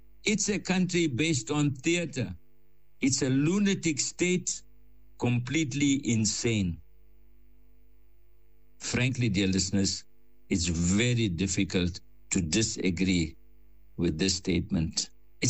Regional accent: Port Shepstone, KwaZulu-Natal, South Africa; That's from Durban to Parkerani, halfway to my hometown, Port Shepstone.

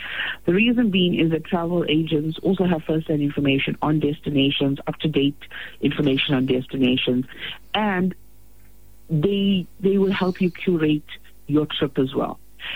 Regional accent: South Africa; we're from South Africa.

